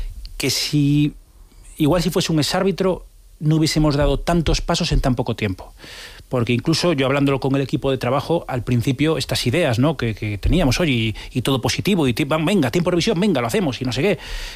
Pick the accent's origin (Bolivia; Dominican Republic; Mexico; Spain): Spain; Vigo, Galicia; siendo de Vigo